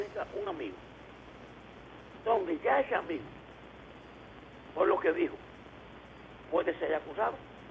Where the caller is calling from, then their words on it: Valverde, Dominican Republic; provincia Valverde.